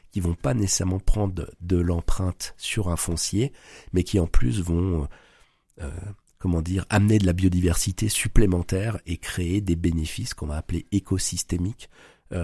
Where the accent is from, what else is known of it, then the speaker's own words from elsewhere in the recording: Grand Est, France; moved away as an adult; now in Brittany, France; Moi, j'ai grandi en Alsace. Ça fait donc 20 ans qu'on est en Bretagne avec mon épouse